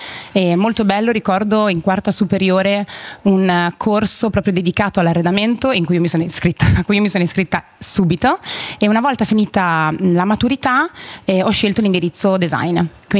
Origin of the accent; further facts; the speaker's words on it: Emilia-Romagna, Italy; also born or lived in Milan; now in Bologna, Italy; e facevo piccole consulenze a privati più nelle mie zone, quindi in Romagna, perché io sono romagnola. E quando mi sono poi trasferita a Milano, ho conosciuto dopo poco il mio attuale compagno, ho lasciato Milano per andare a Bologna.